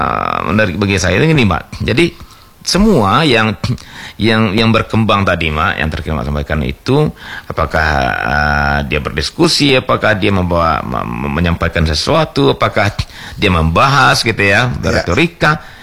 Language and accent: Indonesian; West Sumatra, Indonesia; saya pengen gali, artinya apa sih sesungguhnya yang kita sebagai orang Minangkabau miliki ini.